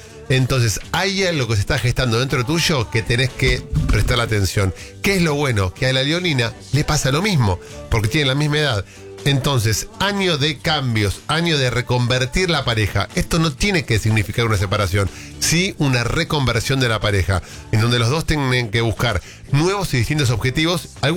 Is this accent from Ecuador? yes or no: no; Argentina; En el Mundial estábamos, somos todos argentinos, sí.